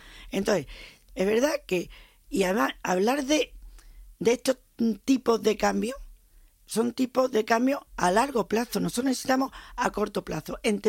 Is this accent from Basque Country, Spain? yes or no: no; Melilla, Spain